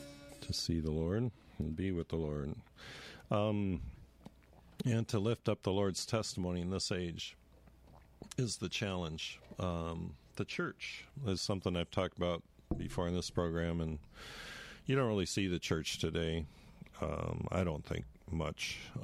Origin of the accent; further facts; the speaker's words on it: Wellington, Ohio, United States; I'm from Wellington, Ohio, which is south of here, about 7 or 8 miles, 9 miles. And it's a different community, you know.